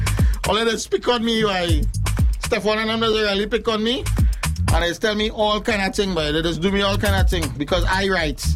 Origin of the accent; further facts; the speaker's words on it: El Socorro, Trinidad & Tobago; I'm from El Socorro, no, miss?